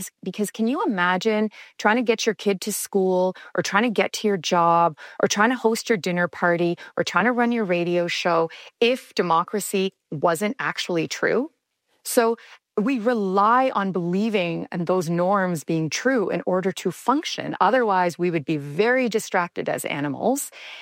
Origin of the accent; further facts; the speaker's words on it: Canada; I'm a Canadian